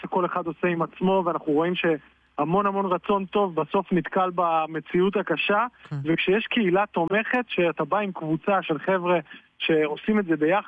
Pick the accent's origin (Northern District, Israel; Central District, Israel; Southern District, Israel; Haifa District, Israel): Haifa District, Israel; Haifa; אני מחיפה.